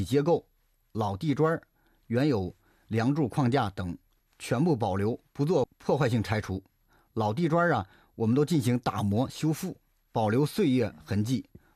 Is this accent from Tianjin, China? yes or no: yes; Tianjin, China